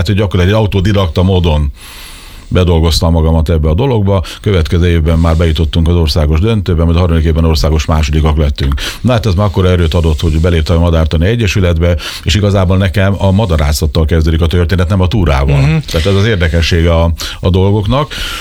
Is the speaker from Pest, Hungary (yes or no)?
no; Tapolca, Veszprém County, Hungary; mivel tapolcai vagyok, tehát ott is születtem, ott is lakom